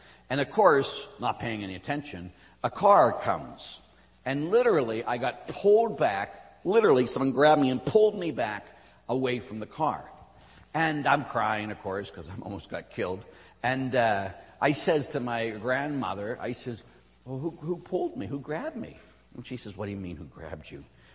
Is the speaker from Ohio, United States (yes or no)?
no; Pittsburgh, Pennsylvania, United States; And again, when I was a kid, I grew up in Pittsburgh, as we all know, and I was at my grandmother's house. Now, in the north side of Pittsburgh, houses are like row houses and different things.